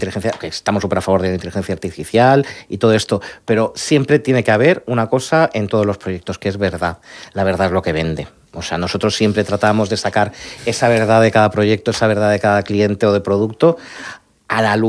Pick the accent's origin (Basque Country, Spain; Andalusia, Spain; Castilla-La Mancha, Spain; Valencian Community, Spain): Valencian Community, Spain; Alicante; born there; also born or lived in Jumilla; now in Region of Murcia, Spain; yo soy alicantino de nacimiento, murciano de adopción e hijo adoptivo de Jumilla.